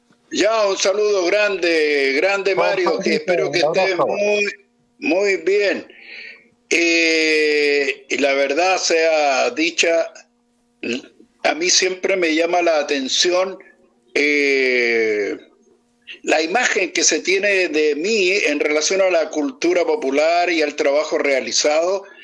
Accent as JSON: {"language": "Spanish", "country": "Chile", "said": "Yo soy hijo de este suelo. Rayo de luna y de sol, soy mapuche y español, la sangre de mis abuelos."}